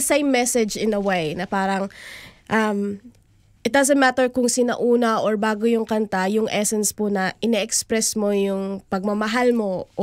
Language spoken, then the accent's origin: Tagalog; Makati, Metro Manila, Philippines; moved away as an adult; also born or lived in Batangas; Sa Makati po ako pinanganak